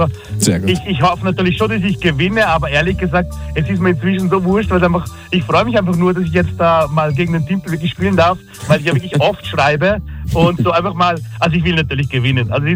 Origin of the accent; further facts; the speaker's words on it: Switzerland; als Schweizer